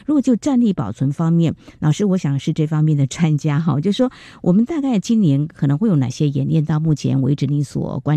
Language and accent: Chinese; Taiwan